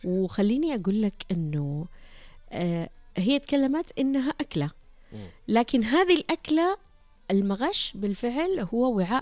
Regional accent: Western Region, Saudi Arabia; يعني أنا مثلا من الغربية لا، تقبلت بقوة الأكل النجدي التراثي.

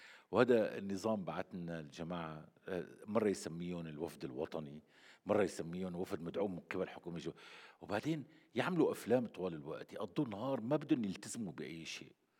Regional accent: Syria

